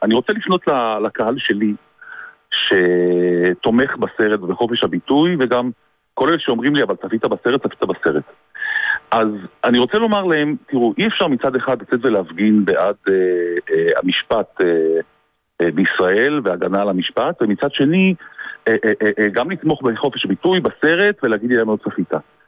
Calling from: Northern Israel, Israel; אני מהצפון.

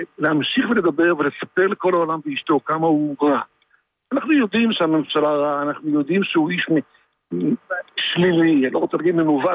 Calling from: Holon, Tel Aviv District, Israel; אני מחולון.

